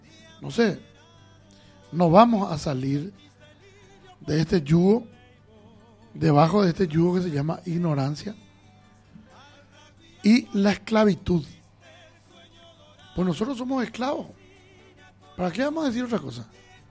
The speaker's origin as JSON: {"language": "Spanish", "country": "Paraguay", "said": "estamos nosotros como estamos, como paraguayos"}